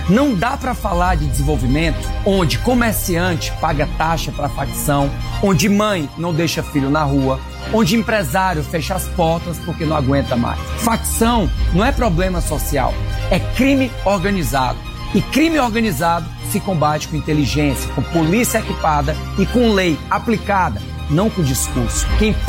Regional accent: Ceará, Brazil; Eu sou cearense e eu cresci ouvindo que nordestino era pobre coitado, que precisava de ajuda, que precisava que alguém tivesse pena.

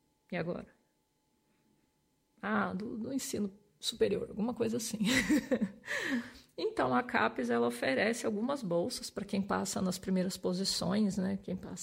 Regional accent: Santa Catarina, Brazil; born there; voltei para a Federal de Santa Catarina, voltei para minha terra.

